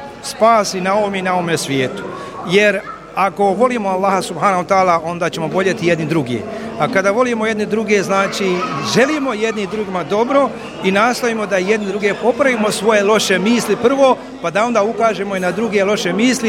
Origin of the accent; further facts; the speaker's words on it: Bosnia & Herzegovina; mjesto gdje ćemo mi kao Bosanci i Hercegovci dokazati svoju pripadnost državi